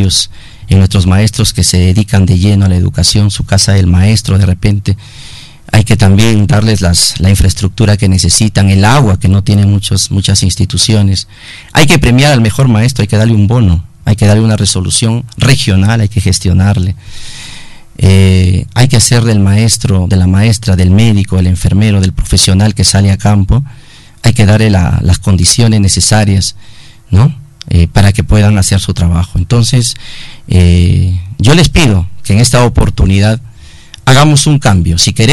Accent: Otuzco, La Libertad, Peru

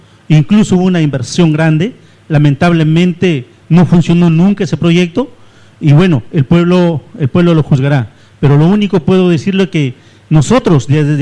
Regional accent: Carabamba, La Libertad, Peru; creo que tengo la capacidad suficiente para poder gobernar mi pueblo

